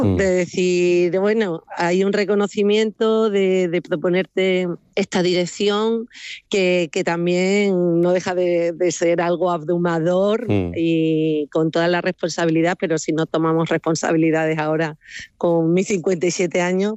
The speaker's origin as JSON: {"language": "Spanish", "town": "Cáceres", "region": "Extremadura", "country": "Spain", "said": "Yo soy cacereña."}